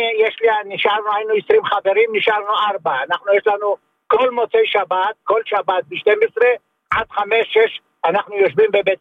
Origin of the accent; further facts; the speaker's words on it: Tel Aviv-Yafo, Tel Aviv District, Israel; אני גדלתי ברחוב 60, תסלח לי, המרכז של העבריינות בשנות ה-50